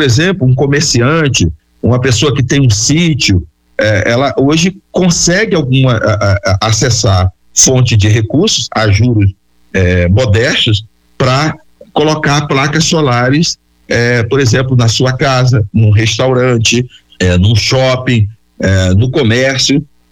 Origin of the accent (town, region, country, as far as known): Altamira, Pará, Brazil; born or raised there